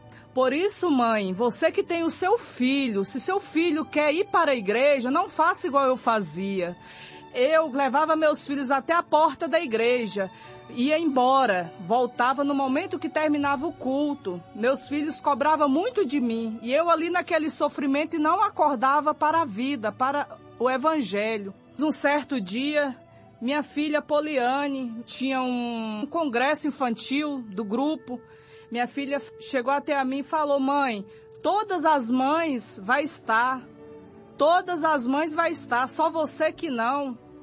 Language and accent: Portuguese; Mogi Guaçu, São Paulo, Brazil; sou da cidade de Mogi Guaçu, São Paulo.